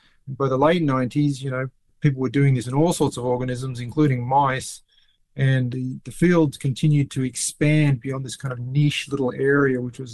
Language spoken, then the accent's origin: English; Australia; born or raised there